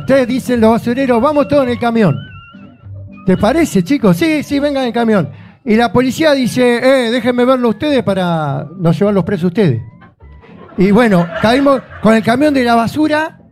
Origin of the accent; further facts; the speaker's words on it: Buenos Aires Province, Argentina; Yo nací acá a 10 cuadras, en este barrio, de toda la vida. Viví toda la vida, vive mi familia, de hecho, acá.